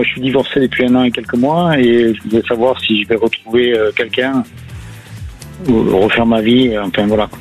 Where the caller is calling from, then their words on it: Pau, Nouvelle-Aquitaine, France; Je vous appelle des environs de Pau, le plein Atlantique.